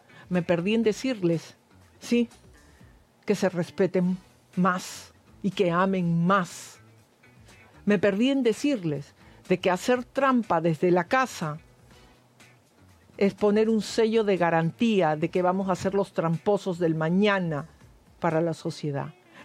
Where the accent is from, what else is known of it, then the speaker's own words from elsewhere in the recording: Peru; moved away; Soy una peruana que sí, como muchísimos de nosotros, ansiamos tener nuestros años más felices en nuestra tierra